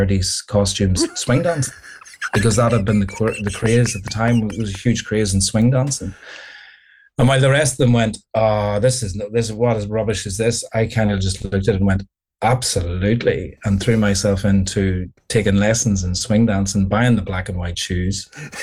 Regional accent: Northern Ireland, United Kingdom; accent: Northern Irish

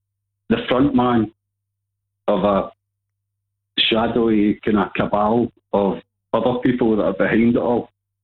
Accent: Scotland, United Kingdom; me being Scottish

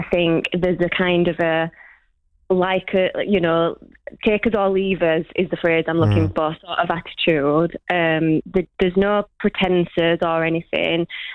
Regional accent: Yorkshire and the Humber, United Kingdom; accent: Yorkshire; they'll usually notice my accent, my Yorkshire accent

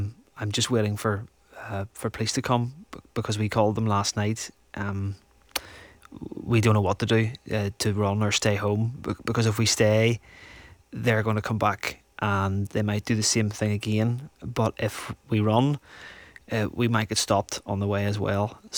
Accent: United Kingdom; I do everything for this country. I'm British.

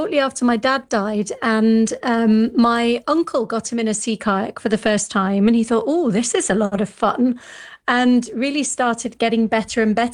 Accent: Rutland, East Midlands, United Kingdom; although we grew up in Rutland, we spent quite a lot of time on the East Coast in a small boat

